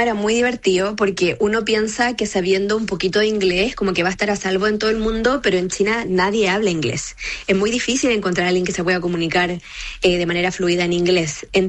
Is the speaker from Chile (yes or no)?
yes; Chile; moved away; also born or lived in New Zealand / Denmark / Germany / Austria; Salí de Chile en el año 2017, estuve viviendo en Nueva Zelanda 5 años, luego me fui a Europa, viví en Dinamarca, Alemania y Austria